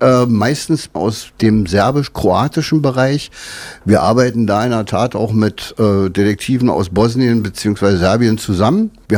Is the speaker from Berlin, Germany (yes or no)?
yes; Berlin, Germany; Also ich bin in Berlin aufgewachsen